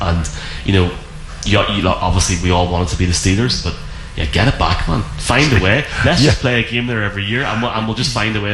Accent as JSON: {"language": "English", "country": "Ireland", "said": "I was over in New Orleans on Wednesday and, you know, nearly died in the heat as an Irishman."}